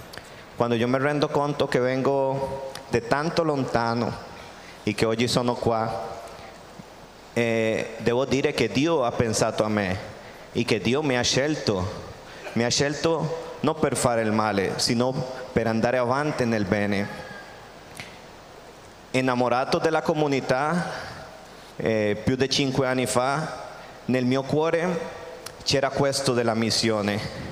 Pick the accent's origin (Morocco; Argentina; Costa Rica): Costa Rica; Italian is a second language; moved away as an adult; now in Africa; sono dalla Costa Rica.